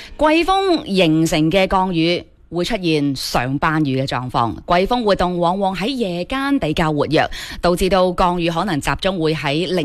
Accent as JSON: {"language": "Cantonese", "town": "Foshan", "region": "Guangdong", "country": "China", "said": "作为我哋佛山人咧，应该系最关注呢一件事噶啦"}